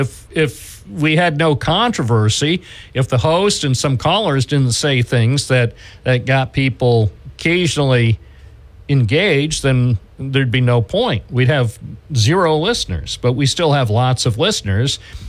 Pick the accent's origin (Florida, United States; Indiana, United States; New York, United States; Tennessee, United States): New York, United States; Binghamton; born there; I've been in Binghamton for a long time, too. I was born here